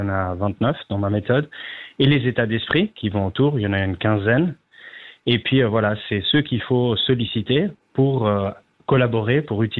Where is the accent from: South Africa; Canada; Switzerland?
Switzerland; ce qu'on appelle chez nous en Suisse les seniors, ça veut dire les 55 plus, j'y suis bientôt